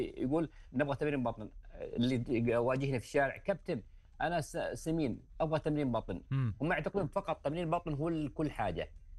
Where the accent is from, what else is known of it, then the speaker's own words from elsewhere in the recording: Ha'il, Ha'il Province, Saudi Arabia; accent: Ha'ili dialect; أنا طبعاً دائماً أتكلم باللهجة العامية